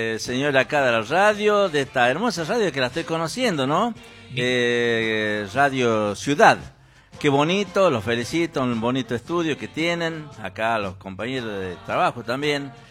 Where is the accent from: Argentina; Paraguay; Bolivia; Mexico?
Argentina; Chilecito, La Rioja; Yo vengo desde la ciudad de Chilecito